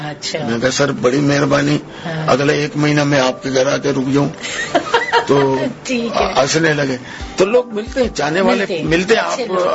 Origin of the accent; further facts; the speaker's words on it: India; میں انڈین ہوں یہ حرم میں ملاقات ہوگی, ہوں مسلم.